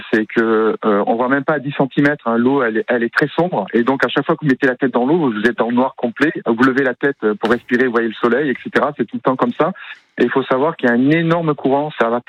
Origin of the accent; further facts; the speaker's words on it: Bordeaux, Nouvelle-Aquitaine, France; born there; moi, je suis né à Bordeaux